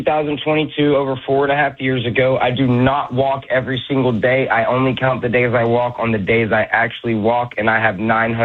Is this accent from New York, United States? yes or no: no; Jacksonville, Florida, United States; So I'm from the Jacksonville, Florida area.